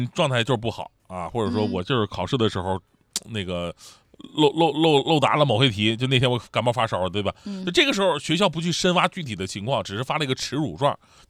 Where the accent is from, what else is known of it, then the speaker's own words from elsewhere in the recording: Longkou, Shandong, China; moved away; 那山东龙口啊，我老家呀，我老家山东龙口